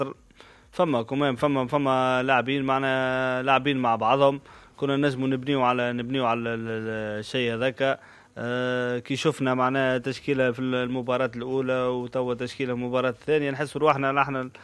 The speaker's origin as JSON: {"language": "Arabic", "country": "Tunisia", "said": "احنا منتخب تونسي"}